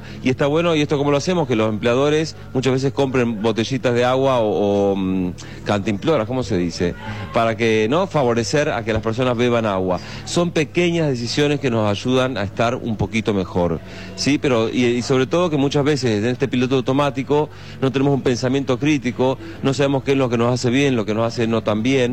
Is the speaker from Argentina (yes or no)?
yes; Santa Fe, Argentina; now in Madrid, Spain; yo soy fan de la Argentina, soy enamorado de mi país. Me siento orgullosamente argentino y soy un embajador también de mi patria y de mi Santa Fe querido también